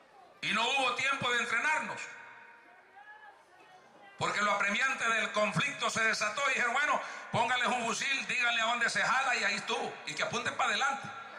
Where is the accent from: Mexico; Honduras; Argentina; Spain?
Honduras; moved away; porque yo soy hondureño.